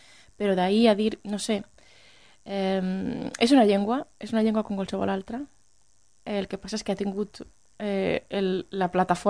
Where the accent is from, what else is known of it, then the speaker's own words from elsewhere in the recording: Valencian Community, Spain; accent: Valencian; first language Valencian; Jo parlo valencià en Londres perquè m'he trobat a valencià. Això vol dir que la meva llengua no aprofita?